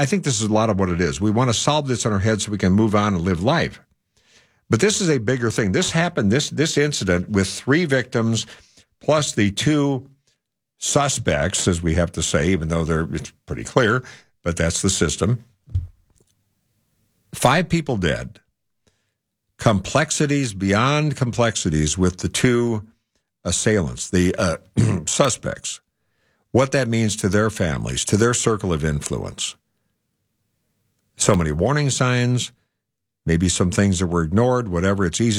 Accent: Chicago, Illinois, United States; now in San Diego, United States; living here as a Californian, as a San Diegan by choice, having grown up in the Chicago area and then moving here, I've lived here most of my life.

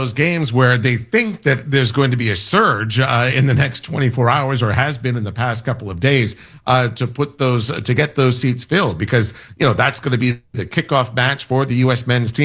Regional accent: Ireland; I'm an Irishman.

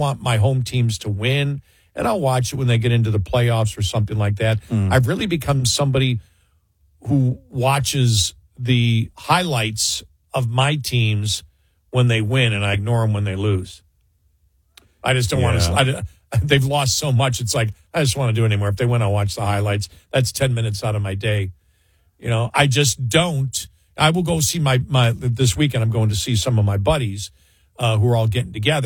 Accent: Buffalo, New York, United States; born or raised there

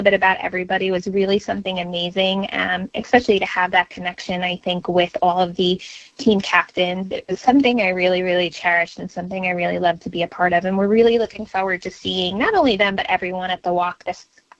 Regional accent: New York, United States; I'm from Long Island, and I'm a wife and a mom of three girls

